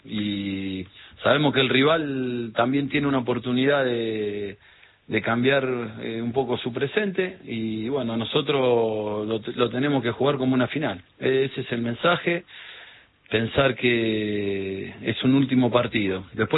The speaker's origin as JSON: {"language": "Spanish", "town": "Junín", "region": "Buenos Aires Province", "country": "Argentina", "said": "yo soy de Junín."}